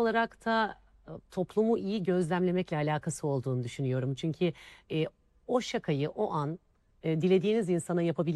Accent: Trabzon, Turkey; Trabzonluyum mesela.

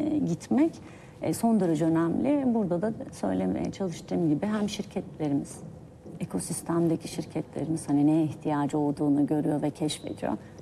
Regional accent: Antalya, Turkey; Ben Antalyalıyım. Antalya deyince aklınıza ne gelir? Turizm gelir, tarım gelir. Hani bir sanayi şehri gelmez.

